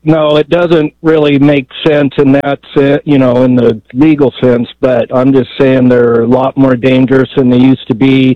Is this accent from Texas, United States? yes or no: no; Oregon, United States; I grew up in Central Oregon, a native of Oregon.